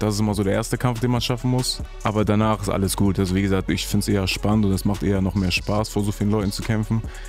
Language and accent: German; Bremen, Germany; gerade als Bremer